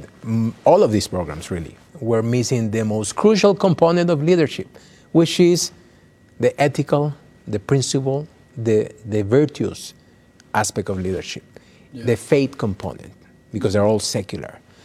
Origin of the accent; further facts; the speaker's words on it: Lima, Peru; now in United States; Peru. Lima, Peru.